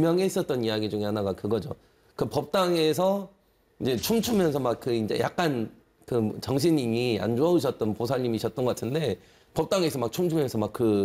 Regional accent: South Jeolla, South Korea; 제가 전라남도 사람이잖아요.

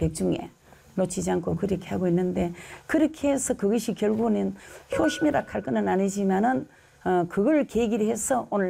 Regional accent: Cheongsong, North Gyeongsang, South Korea; moved away as an adult; now in Pohang, South Korea; 저는 청송이고 여기는 포항인데

